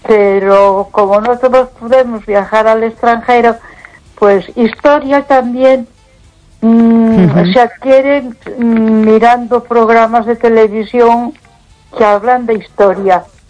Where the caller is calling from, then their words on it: Ponferrada, Castile and León, Spain; Buenas noches, Esther. … de Ponferrada.